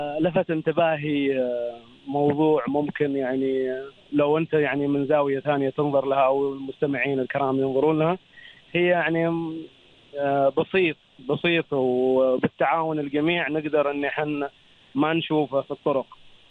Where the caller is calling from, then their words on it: Muscat, Muscat Governorate, Oman; والله حاليا من مسقط